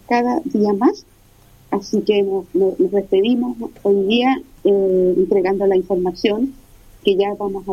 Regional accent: San Pedro de la Paz, Biobío, Chile; soy de Concepción, específicamente de San Pedro de la Paz

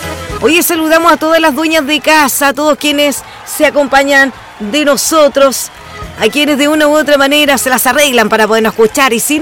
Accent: Chile; Que se note, pues, que somos chilenos.

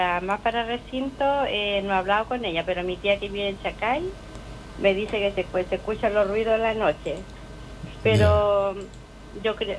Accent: Chillán, Ñuble, Chile; moved away; also born or lived in Santiago; ahora estoy en Chillán, hace un año que me regresé de Santiago para mi ciudad natal.

